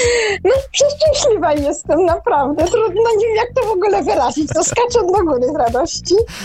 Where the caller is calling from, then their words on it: Warsaw, Masovian Voivodeship, Poland; Ja mieszkam na Warszawskiej Woli, parafia Dobrego Pasterza.